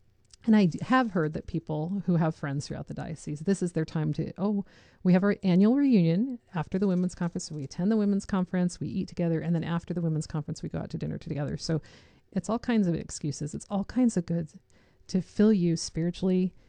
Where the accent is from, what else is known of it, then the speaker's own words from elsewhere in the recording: Jerome, Idaho, United States; I grew up in Jerome.